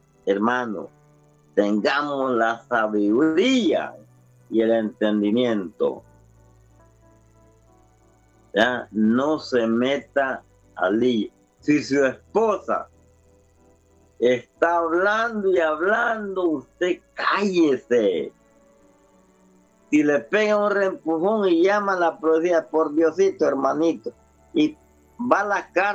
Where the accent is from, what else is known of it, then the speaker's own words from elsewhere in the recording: El Salvador; La ley en mi país tan, pero terrible.